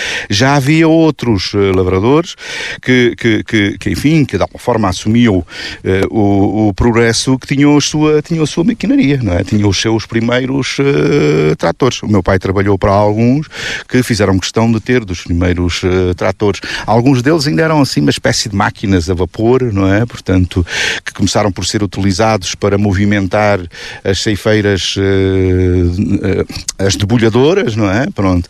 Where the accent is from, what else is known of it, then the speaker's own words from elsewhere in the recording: Santa Eulália, Portugal; born there; De facto, eu nasci em Santa Eulália em 23 de novembro de 1955.